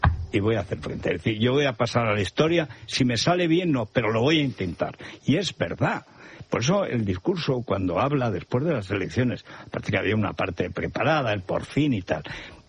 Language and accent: Spanish; Os Peares, Galicia, Spain; Digo, es que soy gallego, de los Peares, no puedo.